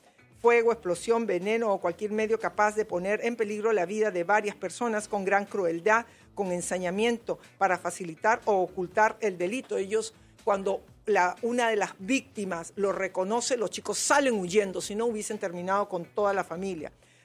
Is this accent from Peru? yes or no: yes; Peru; como somos los peruanos